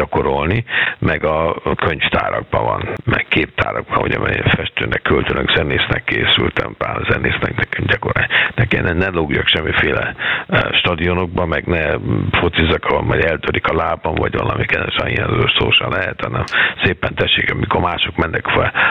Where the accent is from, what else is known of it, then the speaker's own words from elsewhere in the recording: Budapest, Hungary; én pesti srác vagyok